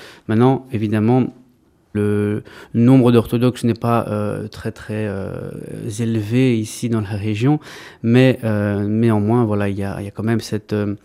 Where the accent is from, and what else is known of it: Brussels, Brussels-Capital Region, Belgium; born or raised there; also born or lived in Greece